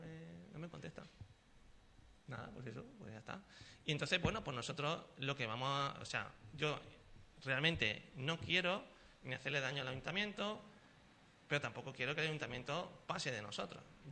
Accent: Sanlúcar de Barrameda, Andalusia, Spain

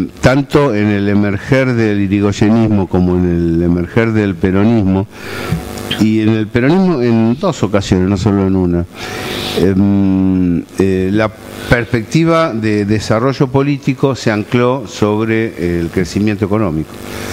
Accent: Argentina; nuestro país

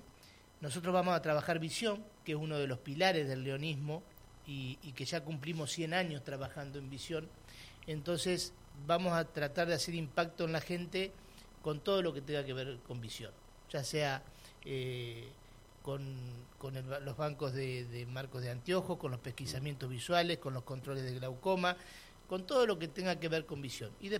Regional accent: Puan, Buenos Aires Province, Argentina; Nosotros en mi pueblo, en Puan, tenemos, por ejemplo, un hogar geriátrico

